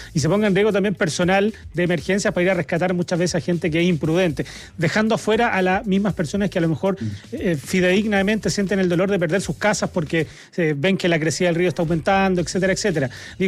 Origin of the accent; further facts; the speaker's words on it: Maule, Chile; Es que yo soy del Maule. Soy del Maule